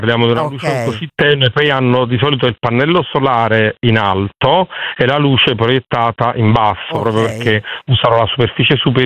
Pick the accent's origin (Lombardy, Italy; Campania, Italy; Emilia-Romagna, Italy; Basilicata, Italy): Campania, Italy; Naples; la periferia di Napoli, perché sono napoletano